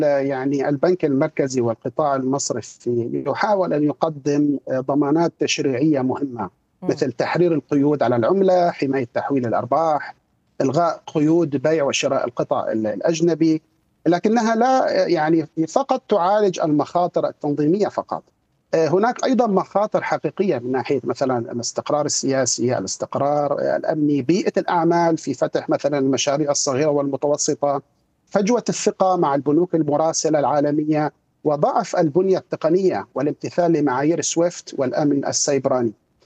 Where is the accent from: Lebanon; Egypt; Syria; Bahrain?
Syria; now in Kuwait; انا كمغترب سوري مقيم في الكويت